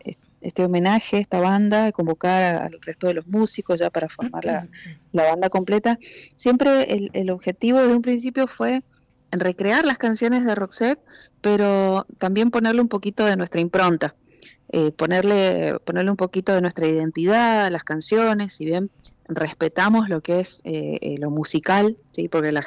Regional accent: Mendoza, Argentina

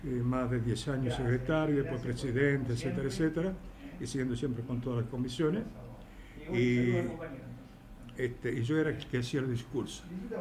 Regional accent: Bivongi, Calabria, Italy; now in Argentina; mi pueblo actualmente de 1.300 habitantes.

